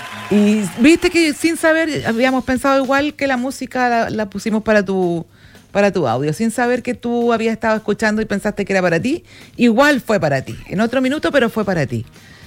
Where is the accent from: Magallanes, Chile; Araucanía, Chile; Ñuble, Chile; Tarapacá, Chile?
Tarapacá, Chile; Iquique; para los que somos iquiqueños